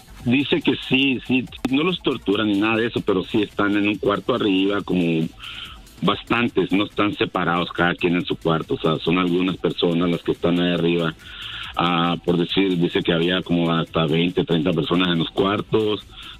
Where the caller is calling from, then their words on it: Arizona, United States; De aquí de Arizona.